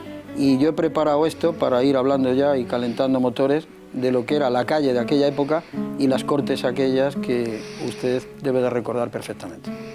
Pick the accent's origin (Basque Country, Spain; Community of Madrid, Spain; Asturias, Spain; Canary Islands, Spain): Community of Madrid, Spain; Madrid; luego ha sido notario de mi pueblo, que es Madrid.